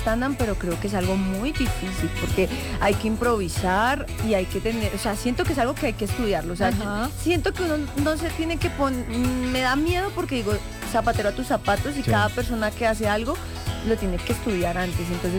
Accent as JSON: {"language": "Spanish", "region": "Bogotá", "country": "Colombia", "also_born_or_lived": "Europe", "moved": "yes", "said": "yo soy de Suba y Suba tiene todos los estratos"}